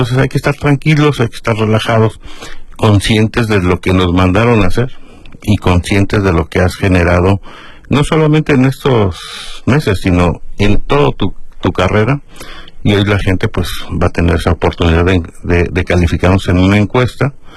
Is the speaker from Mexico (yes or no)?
yes; Mexico; nosotros como mexicanos